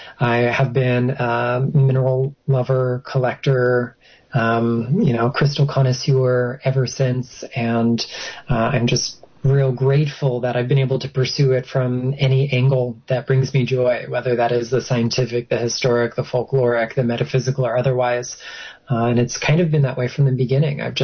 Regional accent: Florida, United States; You know, I'm from Southeast Florida, a little teeny tiny sleeping kind of fishing village, and there's a lot of nature to be had. So I grew up with a really great love of all things from the natural world.

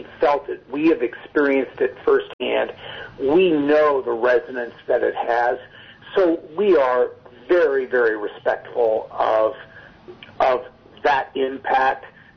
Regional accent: California, United States; And growing up in the Bay Area, to be able to watch that opening title every week and seeing those characters in places that were so well known to me

